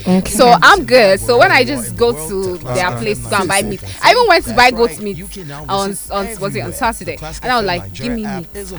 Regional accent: Kano, Nigeria; born there; I was born in Kano State.

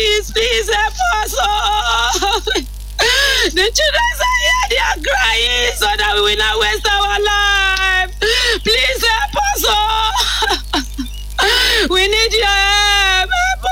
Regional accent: Ibadan, Oyo, Nigeria; I'm from Ibadan.

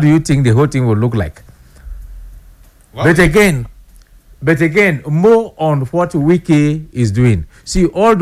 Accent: South South, Nigeria; We are all from South South. We are used to street fighting.

